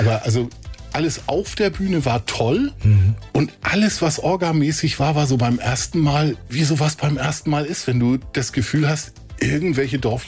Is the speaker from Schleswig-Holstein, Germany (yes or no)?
yes; Kappeln, Schleswig-Holstein, Germany; wir waren ja auf dem Land, ich komme selber aus Kappeln, ne?